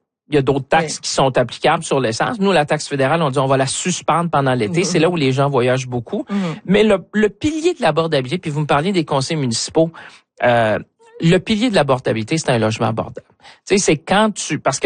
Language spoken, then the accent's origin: French; Shawinigan, Quebec, Canada; moi je viens de Shawinigan